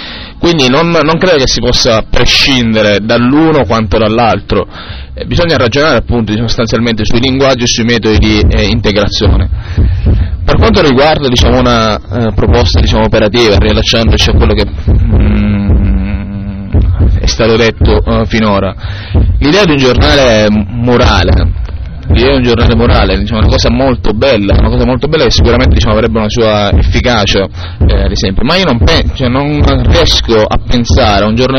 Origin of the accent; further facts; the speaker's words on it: Catania, Sicily, Italy; parlo per Catania perché sono di Catania